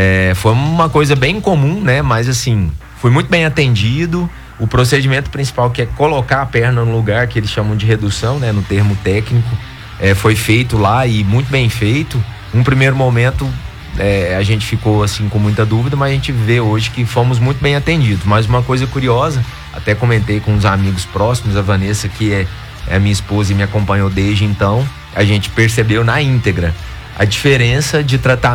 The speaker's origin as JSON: {"language": "Portuguese", "country": "Brazil", "said": "nós brasileiros temos essa característica de acolhimento, de empatia"}